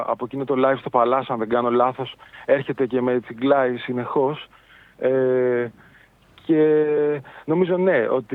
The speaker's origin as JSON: {"language": "Greek", "town": "Athens", "region": "Attica", "country": "Greece", "tie": "born or raised there", "said": "Νομίζω ότι είναι και κάτι που ως Αθηναίος και ως έχοντας ζήσει όλη μου τη ζωή σε αυτή τη δύσκολη πόλη, θα έλεγα εγώ"}